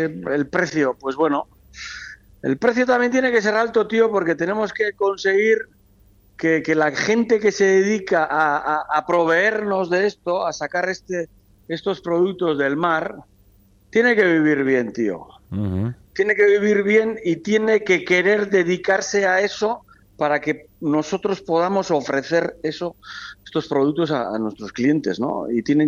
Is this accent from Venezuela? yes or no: no; Ondarroa, Basque Country, Spain; hemos vivido, hemos crecido, hemos comido gracias a que nuestro padre pues pescaba merluza en Ondarroa.